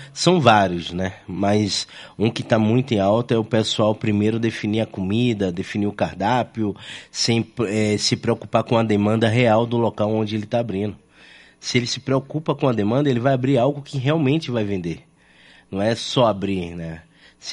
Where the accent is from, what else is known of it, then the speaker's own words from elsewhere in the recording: Salvador, Bahia, Brazil; born there; moved away; also born or lived in Rio de Janeiro; Eu sou solteiro paulitano, nasci em Salvador, Bahia, mas fiquei mais tempo no Rio de Janeiro, 21 anos no Rio de Janeiro.